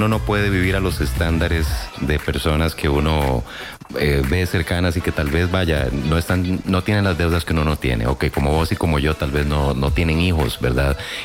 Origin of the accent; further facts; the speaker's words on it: Costa Rica; dentro de lo que somos los ticos y nuestra cultura